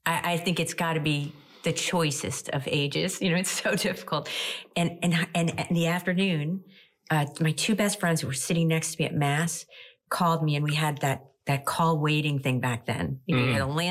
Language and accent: English; Long Island, New York, United States; I grew up on Long Island in New York.